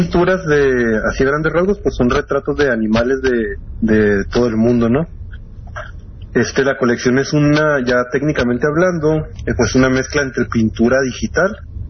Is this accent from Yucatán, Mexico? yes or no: no; Delicias, Chihuahua, Mexico; born there; moved away; Yo soy nacido allá en Delicias